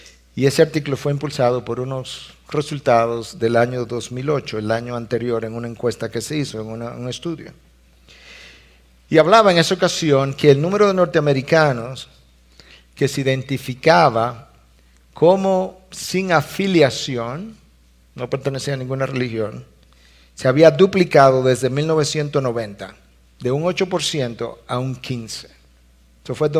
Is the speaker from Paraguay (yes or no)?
no; Dominican Republic; nuestros compatriotas dominicanos